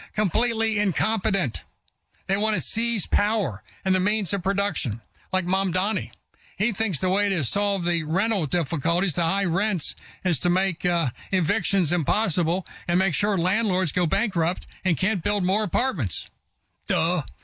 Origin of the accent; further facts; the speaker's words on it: Cincinnati, Ohio, United States; Things are bad in my hometown of Cincinnati.